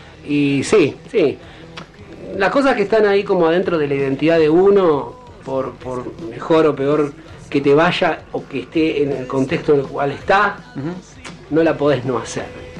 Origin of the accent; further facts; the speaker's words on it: La Plata, Buenos Aires Province, Argentina; Somos de Malvinas, de Isla Malvinas.